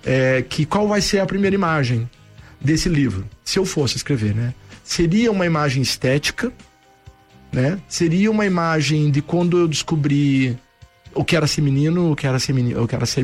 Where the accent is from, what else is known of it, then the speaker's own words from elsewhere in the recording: Curitiba, Paraná, Brazil; que eu morei, eu nasci na Vila Cubas, depois a família toda no Novo Mundo, que a gente era todos os vizinhos ali